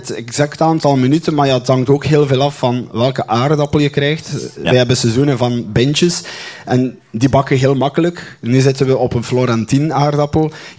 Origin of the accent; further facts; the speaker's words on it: Ardooi, West Flanders, Belgium; Lauraline, dat is mijn achtergebuur geweest. We zijn allebei van Ardooi.